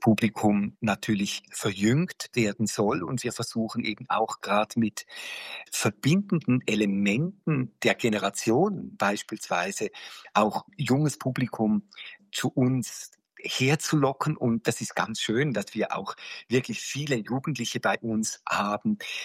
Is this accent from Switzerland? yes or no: yes; Switzerland; ich bin Schweizer